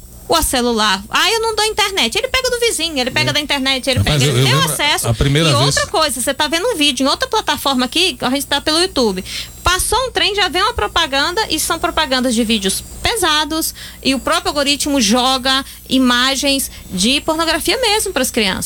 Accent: São Luís, Maranhão, Brazil; born there; also born or lived in Fortaleza / Goiânia; Então eu sou nasci em São Luís, morei em Fortaleza, de Fortaleza.

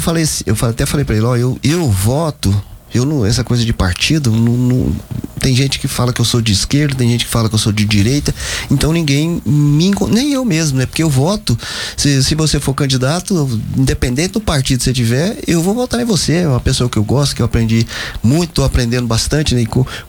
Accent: Northeast Region, Brazil; born there; eu queria trabalhar no Nordeste, que é onde eu nasci, eu sou nordestino

